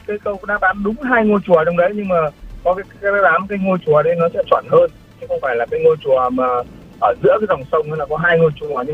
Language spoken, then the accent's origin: Vietnamese; Hưng Yên, Vietnam; bài hát là có nhiều những cái từ giới thiệu về quê hương Hương Yên của mình.